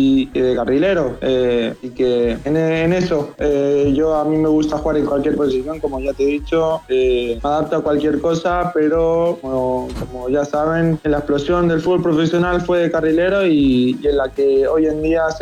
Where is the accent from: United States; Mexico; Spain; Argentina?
Spain; Torrevieja, Valencian Community; Ellos se vinieron, si no recuerdo mal, uno o dos años antes de que yo naciera. Se vinieron para España y nací acá. Y bueno, como mis padres se buscaron el trabajo acá en España y ahí caí yo. Y nada, y me crié acá en Torrevieja.